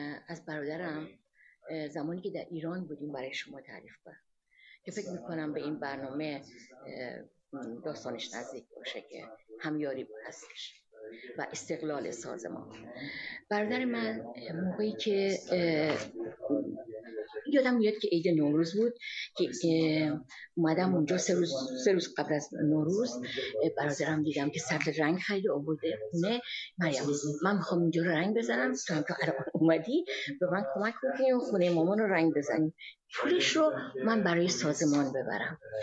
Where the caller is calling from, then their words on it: Canada; also born or lived in Iran; از کانادا اومدم.